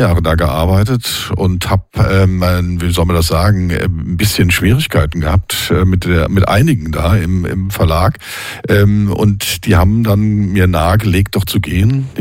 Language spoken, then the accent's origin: German; Mainz, Rhineland-Palatinate, Germany; born or raised there; now in Bodenheim, Germany